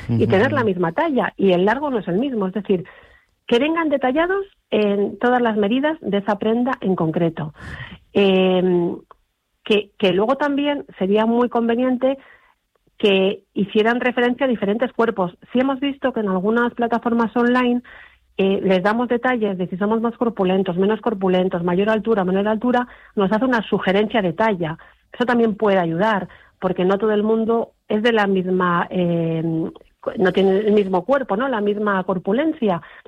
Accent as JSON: {"language": "Spanish", "town": "Madrid", "region": "Community of Madrid", "country": "Spain", "said": "No, yo madrileña. El apellido tiene origen lejano, sí, yo soy de Madrid, sí."}